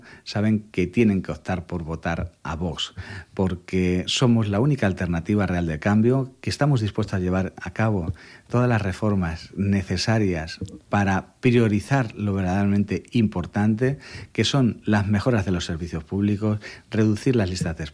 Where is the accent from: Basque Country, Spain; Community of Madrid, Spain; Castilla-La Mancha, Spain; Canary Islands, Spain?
Castilla-La Mancha, Spain; Talavera de la Reina; para trabajar para la gente de mi tierra